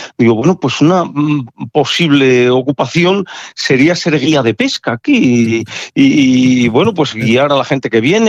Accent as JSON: {"language": "Spanish", "region": "Castile", "country": "Spain", "said": "Hoy día, tú y yo que somos castellanos"}